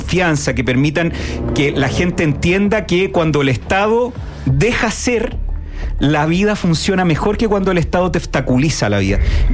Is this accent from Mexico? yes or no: no; Chile; porque nosotros somos sub-40, nos formamos, nos criamos, nos educamos en el Chile de los supercampeones